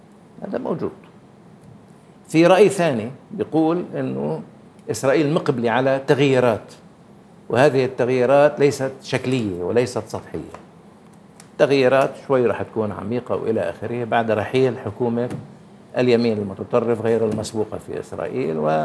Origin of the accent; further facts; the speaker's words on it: Palestine; يجب أن نبحث عن مكان لنا فيها كفلسطينيين